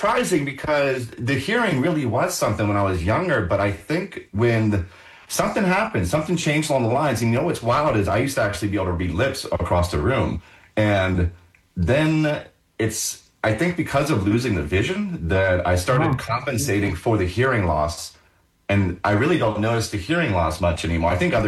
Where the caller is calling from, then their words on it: Columbus, Ohio, United States; Calling in from Columbus, Ohio.